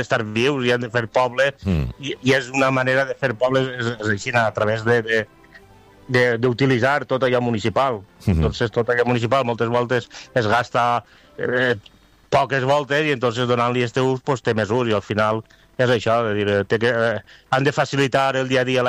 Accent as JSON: {"language": "Catalan", "region": "Valencian Community", "country": "Spain", "said": "com som els valencians, pues, és de menjar i beure"}